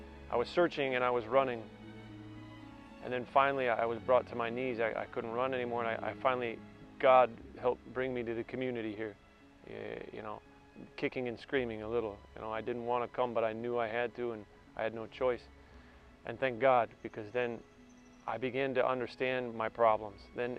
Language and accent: English; Chicago, Illinois, United States; moved away as an adult; also born or lived in St. Augustine, Florida / England / Lourdes, France; I am from Chicago.